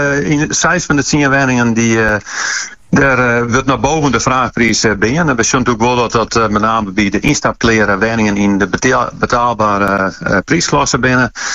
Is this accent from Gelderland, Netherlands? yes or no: no; Friesland, Netherlands; Nee, we zijn Fries natuurlijk al een beetje hoos.